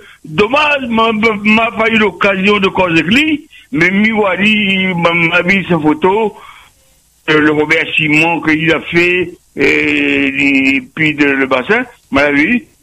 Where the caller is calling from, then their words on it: Saint-Benoît, Réunion; Spécialement de Saint-Benoît